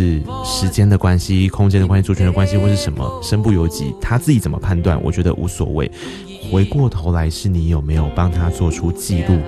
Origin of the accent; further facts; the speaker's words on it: Tainan, Taiwan; 我是台南人啊